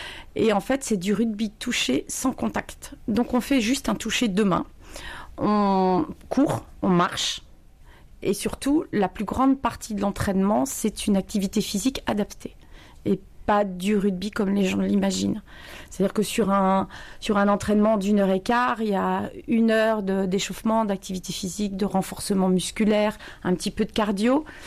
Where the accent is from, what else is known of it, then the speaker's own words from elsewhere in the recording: Nantes, Pays de la Loire, France; now in La Rochelle, France; Non, à la base, je suis nantaise.